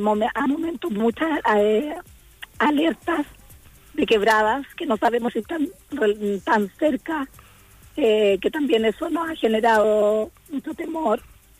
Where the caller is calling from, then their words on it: Copiapó, Atacama, Chile; yo soy de Copiapó.